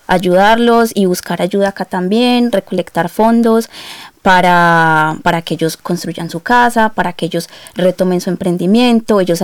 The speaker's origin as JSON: {"language": "Spanish", "town": "Medellín", "region": "Antioquia", "country": "Colombia", "moved": "as an adult", "lives_now": "Australia", "said": "Yo soy de Medellín."}